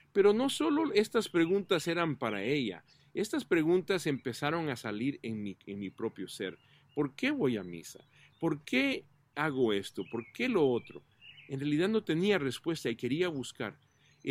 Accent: El Salvador; moved away; nosotros, mis papás muy católicos, vinimos de El Salvador hace más de 40 años

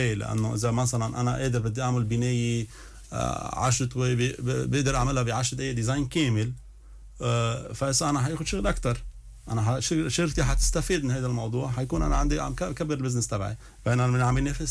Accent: Lebanon; نحن هون كلبنانية

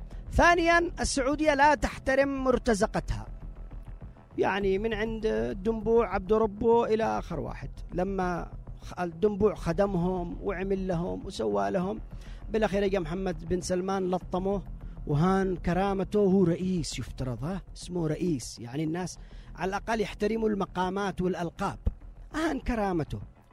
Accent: Yemen

